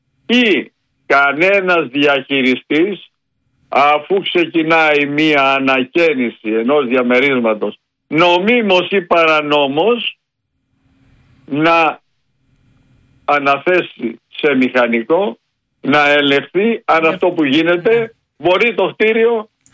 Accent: Peloponnese, Greece; στην πατρίδα μου την Αρκαδία λένε χτύπα ξύλο και χτυπάω.

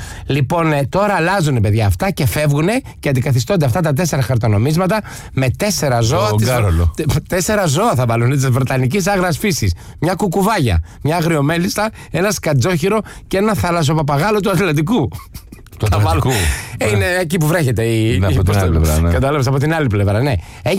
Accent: Greece

